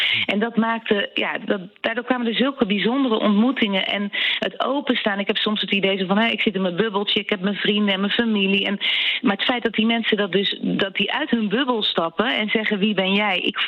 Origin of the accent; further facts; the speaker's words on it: Schiedam, South Holland, Netherlands; born there; moved away; ik ben opgegroeid in de Westlander in Schiedam